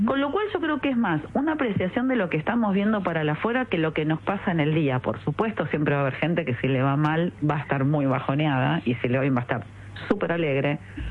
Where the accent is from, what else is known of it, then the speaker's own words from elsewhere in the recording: Argentina; nosotros como argentinos